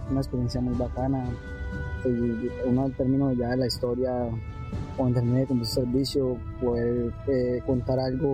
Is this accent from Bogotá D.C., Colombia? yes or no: no; Apartadó, Antioquia, Colombia; yo vengo de una comunidad indígena llamada El Guando Indígena, Las Playas, ubicada en Apartaó, que está en Urabá, Antioquia. Una comunidad muy hermosa.